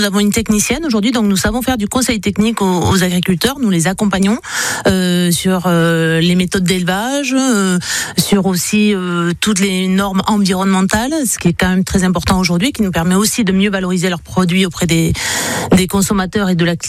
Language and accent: French; Carcassonne, Occitanie, France; D'où je viens, je suis une carcassonnaise d'origine